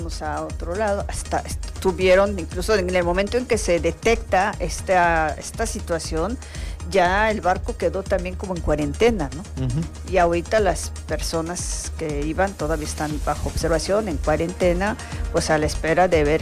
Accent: Mexico; nosotros como mexicanos

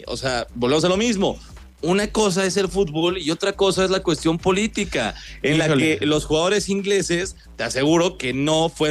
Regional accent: Mexico

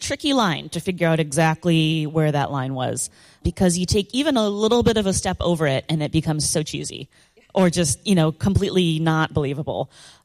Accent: Tacoma, Washington, United States; Yeah, so I grew up in Tacoma, Washington, and we have the Point Defiance Aquarium and Zoo in Tacoma. It's kind of like the gem of Tacoma, and I spent a lot of time there as a kid.

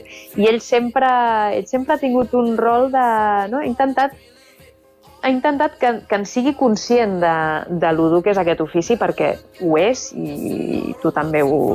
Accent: Barcelona, Catalonia, Spain; now in Andorra; A fora. Sempre he estudiat a fora d'Andorra. Sí, a Barcelona, primer, bueno, la primària, l'ESO, el batxillerat, i després també periodisme a Barcelona. A Andorra vaig venir-hi a viure més endavant

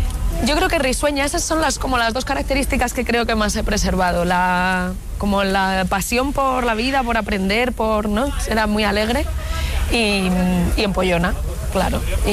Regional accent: Madrid, Community of Madrid, Spain; Pues estamos en la calle Santa Irene, en el barrio de La Elipa, que es el primer barrio en el que viví, donde yo nací, donde viví hasta que mis padres ya se cambiaron a Ciudad Lineal.

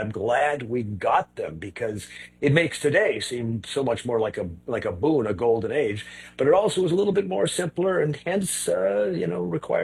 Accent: United States; born there; growing up in America.

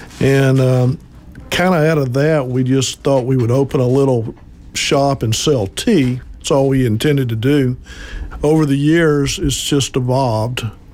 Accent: Texas, United States; moved away; I'm originally from Northeast Texas

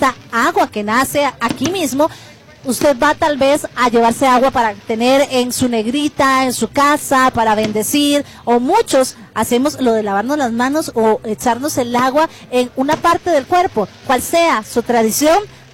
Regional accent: San José, Costa Rica; Yo soy de San José

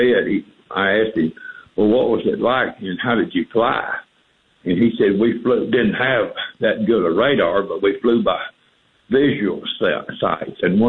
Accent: Bangor, Maine, United States; born there; also born or lived in Mississippi; I was born in Bangor, Maine. They say I was a maniac, but then I moved to Mississippi

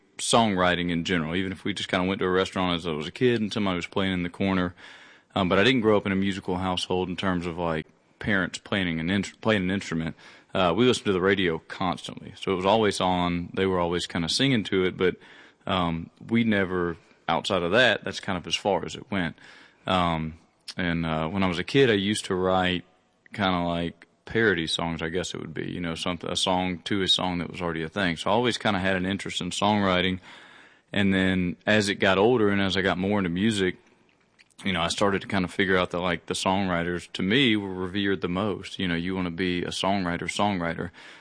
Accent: Alabama, United States; born there; So I was born in Alabama, close to Cheehaw State Park, which is the same, you know, Blue Ridge Mountain system that runs across there.

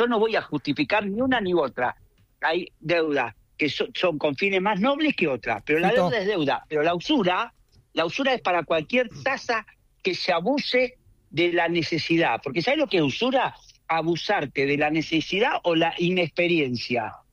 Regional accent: Argentina

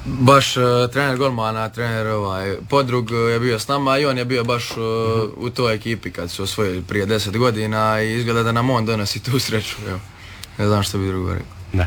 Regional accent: Cavtat, Dubrovnik-Neretva County, Croatia; ja sam isto iz Cavtata i tako, dole svak ljeti trenira vaterpolo

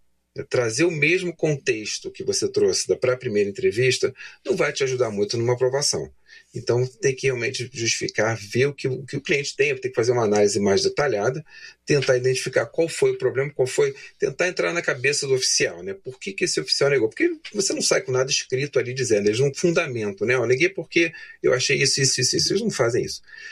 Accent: Brazil; Então, falando do Brasil, porque caso nós somos brasileiros, mas de qualquer parte do mundo, né?

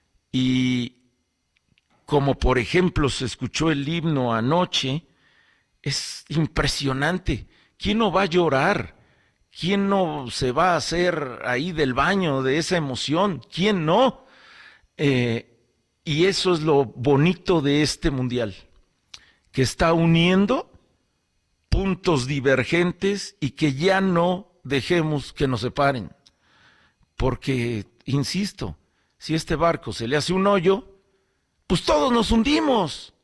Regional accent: Mexico; lo que me ha encantado ver estos días en mi país

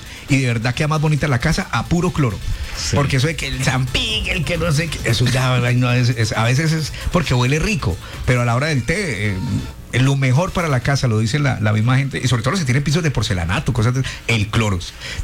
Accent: Pereira, Risaralda, Colombia; now in Villavicencio, Colombia; Me acuerdo acá en Villado cuando yo llegué de Pereira a vivir a Villavicencio.

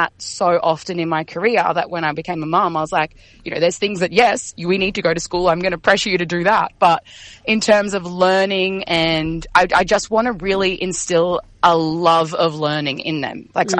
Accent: Gold Coast, Queensland, Australia; I'm from the Gold Coast, and yes, there's an Italian community here, and I love finding other Italians in my local community.

